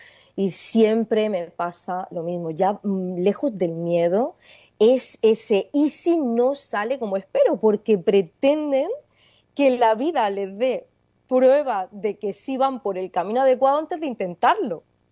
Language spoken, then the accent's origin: Spanish; Region of Murcia, Spain; now in Tenerife, Spain; desde Murcia, desde mi tierra todavía